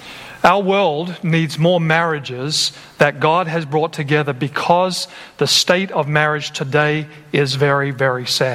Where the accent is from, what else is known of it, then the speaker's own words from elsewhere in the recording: Australia; now in United States; And I'm a guy from Australia, and I'm here in America, and I'm thinking, well, maybe this is just a cultural thing.